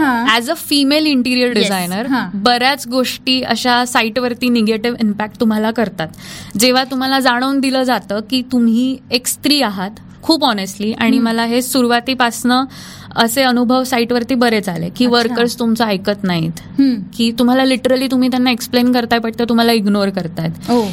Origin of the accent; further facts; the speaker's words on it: Jalgaon, Maharashtra, India; माझं लहानपण जळगावातच झालं.